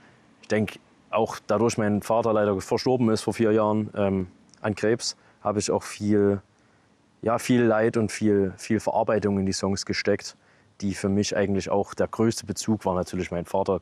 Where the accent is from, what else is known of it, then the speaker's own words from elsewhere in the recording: Reichenbach, Germany; für meine Musik und auch für Reichenbach, meine Heimat, was ich hier erlebt habe, was jetzt so mich geprägt hat